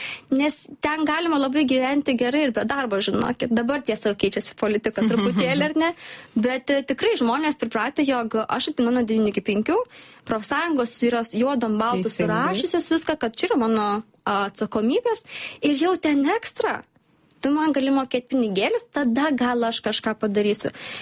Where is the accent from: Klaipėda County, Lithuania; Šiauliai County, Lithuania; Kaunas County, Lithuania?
Šiauliai County, Lithuania; Kuršėnai; now in Helsinki, Finland